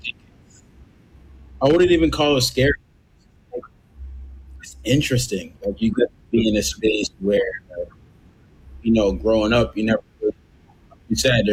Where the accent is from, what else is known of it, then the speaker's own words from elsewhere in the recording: Boston, Massachusetts, United States; born and raised in Professor Mass, in the city of Boston. I grew up loving shoes, grew up loving fashion. Single parent household. My mom from Honduras.